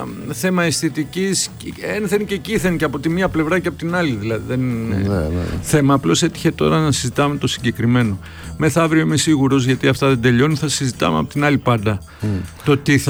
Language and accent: Greek; Western Greece, Greece; also born or lived in Tripoli; Απίργο και Αμαλιάδα, λέει ο φίλος. Κοίτα, okay, εγώ είμαι από εκεί.